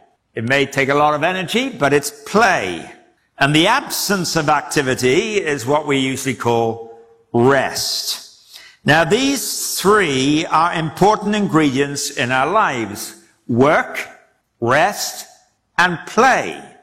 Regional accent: England, United Kingdom; Now, I grew up in England

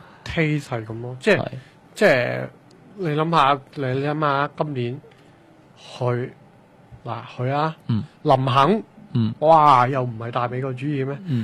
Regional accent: Canada; 但系作为一个加拿大人咧，我都铺咗光。

